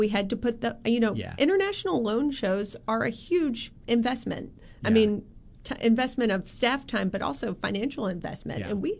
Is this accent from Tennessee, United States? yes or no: yes; Memphis, Tennessee, United States; I am from Memphis.